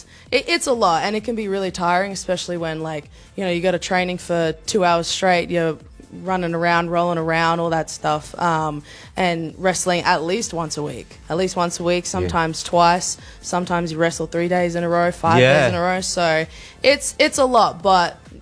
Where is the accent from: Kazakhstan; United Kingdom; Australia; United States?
Australia; moved away as an adult; For the next 3 years, I get a chance to wrestle back in my home country.